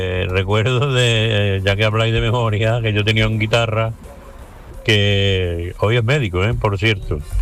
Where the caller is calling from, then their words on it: Córdoba, Andalusia, Spain; de Córdoba.